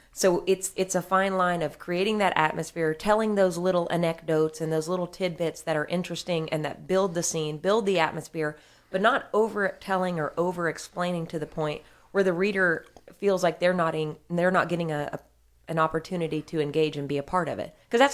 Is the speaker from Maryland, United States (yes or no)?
no; Nacogdoches, Texas, United States; is based on my hometown in East Texas. I'm from Nacogdoches.